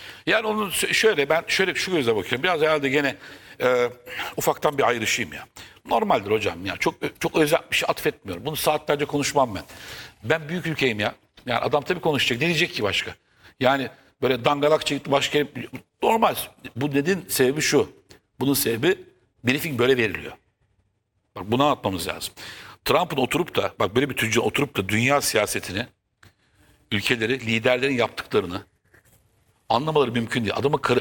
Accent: Istanbul, Turkey; Ben İstanbulluyum ha. Doğma büyüme İstanbulluyum. Kötü bir de İstanbullu. Şişliyim ben.

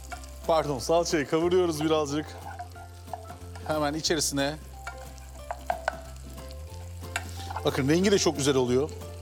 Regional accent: Adana, Turkey; Biliyorsunuz ben Adanalıyım. Adana'da yapılan ev salçalarının hemen hemen hepsi çok tuzludur.

